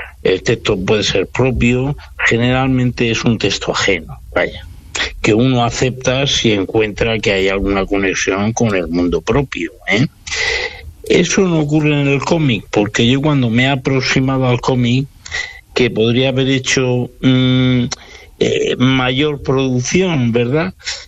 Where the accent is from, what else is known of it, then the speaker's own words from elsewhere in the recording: Aspe, Valencian Community, Spain; born there; Yo nací en Aspe, provincia de Alicante, y es el interior de Alicante tirando al sur ya de la provincia.